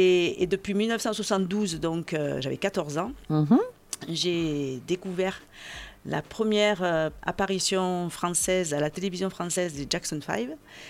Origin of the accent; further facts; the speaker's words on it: Marseille, Provence-Alpes-Côte d'Azur, France; born there; Donc je suis née à Marseille de parents antillais.